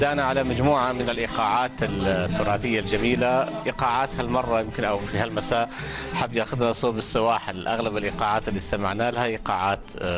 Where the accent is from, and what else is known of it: Oman